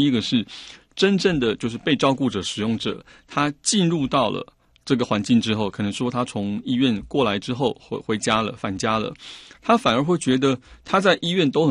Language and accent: Chinese; Taiwan; 所以我觉得这方面我们台湾人负担的心理压力其实比日本人要大很多，